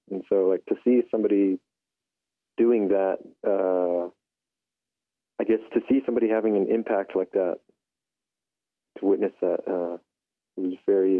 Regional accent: Window Rock, Arizona, United States; everybody just kind of calls me … I grew up in Window Rock, Arizona, and I'm just kind of hanging out.

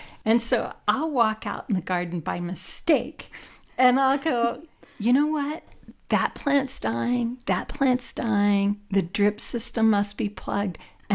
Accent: Kentucky, United States; moved away as an adult; also born or lived in Massachusetts; now in Durango, United States; I grew up in Western Kentucky

